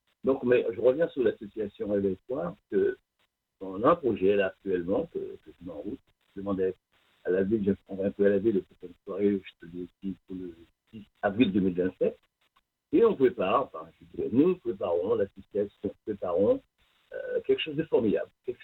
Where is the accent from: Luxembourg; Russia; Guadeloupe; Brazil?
Guadeloupe; Anse-Bertrand; now in Elbeuf, France; en Guadeloupe, à Anse-Bertrand, déjà, c'est ma commune, Anse-Bertrand, je suis d'Anse-Bertrand